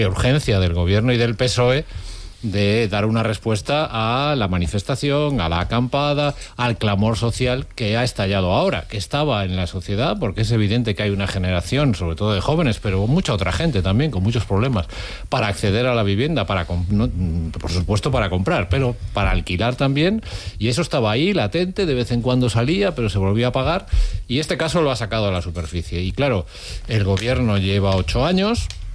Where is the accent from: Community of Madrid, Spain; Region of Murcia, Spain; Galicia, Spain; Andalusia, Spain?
Galicia, Spain; Vigo; soy de Vigo.